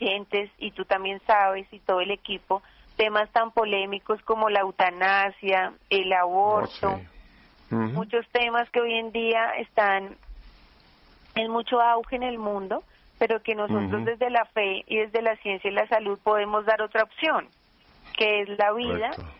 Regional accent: Bogotá, Bogotá Capital District, Colombia; born there; Nací en Bogotá. Soy una persona que nació en un hogar de mucha fe en Dios, en la Virgen, un hogar católico cristiano.

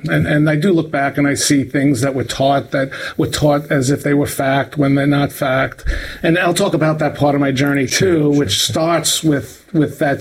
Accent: Brooklyn, New York, United States; born or raised there

